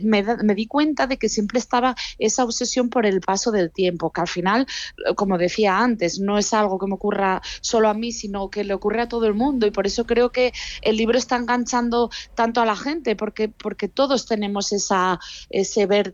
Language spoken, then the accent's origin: Spanish; Asturias, Spain; now in Madrid, Spain; nosotros vivimos en Madrid, pero vamos muchísimo a Asturias porque los dos somos asturianos.